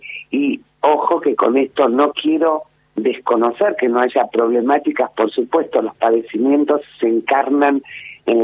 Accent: Salta, Argentina; now in Buenos Aires, Argentina; yo soy de Salta. Qué lindo. Criada en Salta, aunque vivo en Buenos Aires.

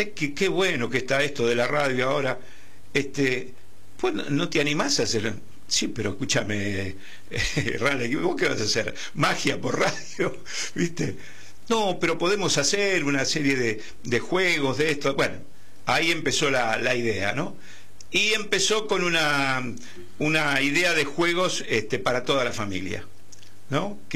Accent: Quilmes, Buenos Aires Province, Argentina; yo soy de Quilmes también, a ver si coincidimos.

